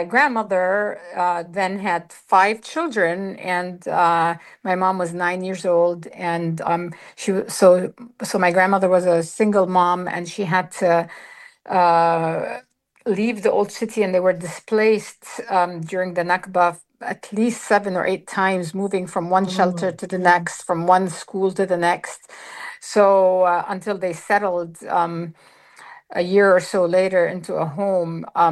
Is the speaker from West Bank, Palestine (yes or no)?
yes; Ramallah, West Bank, Palestine; moved away; also born or lived in Jerusalem; And my father's family are from Ramallah. And I was born and raised in Jerusalem and raised in Ramallah for most of my life.